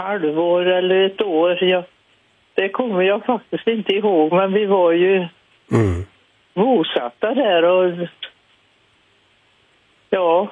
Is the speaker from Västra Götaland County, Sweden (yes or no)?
yes; Ulricehamn, Västra Götaland County, Sweden; born there; also born or lived in Finland; now in Skövde, Sweden